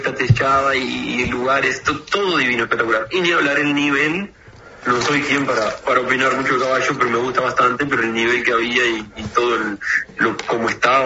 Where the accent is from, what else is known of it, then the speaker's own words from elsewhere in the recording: Uruguay; la verdad que nos orgullece como uruguayo